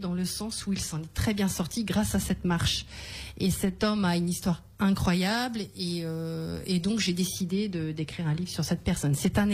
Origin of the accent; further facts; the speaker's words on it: Brittany, France; moved away as an adult; now in Lodève, France; je suis bretonne, mais je suis lodévoise dans le cœur depuis 5 années déjà.